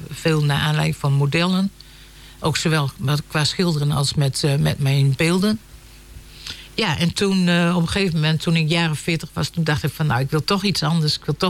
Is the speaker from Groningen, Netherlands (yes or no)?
yes; Veleveen, Groningen, Netherlands; also born or lived in Vlagtwedde; Nee, ik ben geboren in Vlachtwedde. En daar heb ik bijna tot mijn vierde gewoond. En toen zijn mijn ouders verhuisd naar Veleveen, omdat mijn vader daar werkte toen de tijd.